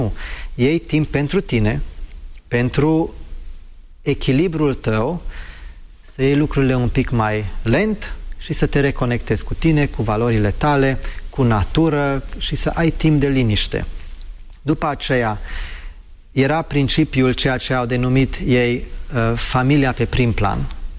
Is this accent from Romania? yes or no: no; United Kingdom; first language English; Romanian is a second language; moved away; Eu am crescut în Marea Britanie și fiind crescut acolo, vorbitor nativ, asta e și prima limbă, poate se simte de ce nu vorbesc corect, total corect română. Eu am învățat română mai mult ca un adult.